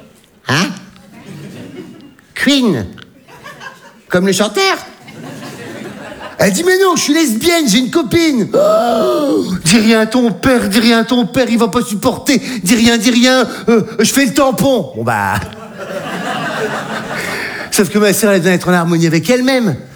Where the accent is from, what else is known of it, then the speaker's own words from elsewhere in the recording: Hauts-de-France, France; là d'où je viens, c'est bien. Ah si, je peux dire que c'est bien. Parce que moi, j'ai un petit village du Nord, là-haut, là, tu sais, à la frontière belge.